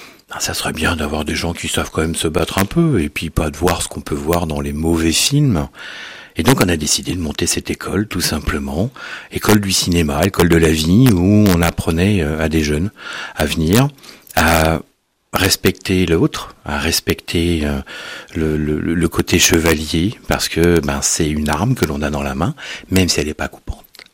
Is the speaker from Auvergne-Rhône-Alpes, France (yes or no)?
no; Montrichard, Centre-Val de Loire, France; je viens du Loir-et-Cher, de Montrichard exactement.